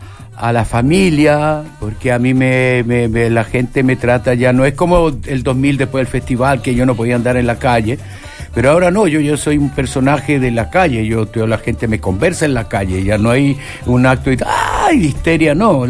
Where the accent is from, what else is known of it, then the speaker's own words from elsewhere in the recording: Chile; el hecho de yo ser absolutamente perseverante en mi existencia como músico chileno y en Chile